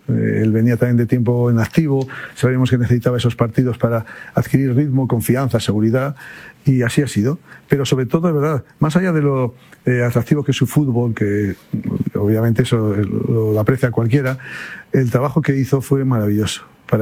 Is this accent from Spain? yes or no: yes; Spain; No, pues nosotros somos los 26 españoles, eran los 26 y son los 26 españoles, que eso es lo que nos da mucha fortaleza.